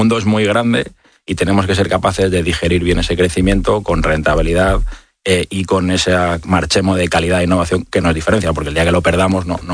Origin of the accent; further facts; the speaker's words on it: Spain; los españoles, sabes que somos muy cainitas